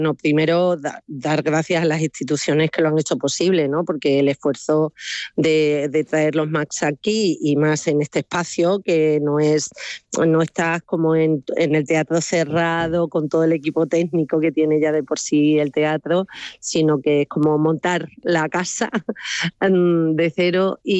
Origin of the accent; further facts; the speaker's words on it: Cáceres, Extremadura, Spain; Cacereña de pura cepa, sí.